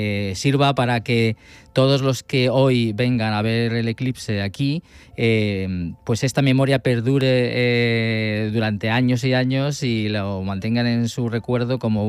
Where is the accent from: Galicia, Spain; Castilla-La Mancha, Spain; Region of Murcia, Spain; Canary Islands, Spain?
Castilla-La Mancha, Spain; Turmiel; born there; moved away; estoy esperando el mío, el de mi pueblo.